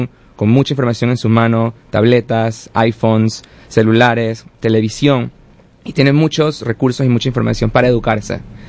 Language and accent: Spanish; Panama; moved away as an adult; now in United States; soy panameño, orgullosamente, crecí y nací en Panamá, me mudé a los Estados Unidos cuando tenía 18 para atender la universidad